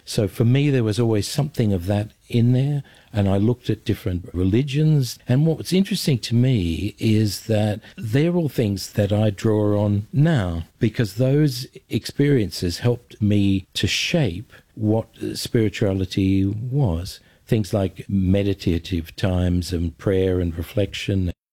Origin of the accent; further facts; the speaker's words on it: Melbourne, Victoria, Australia; now in Ramsey; I was born and I grew up in Melbourne, in Australia. I went to a Presbyterian school